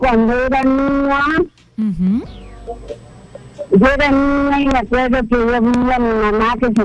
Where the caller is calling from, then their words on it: Callao, Peru; Me llamo del Callao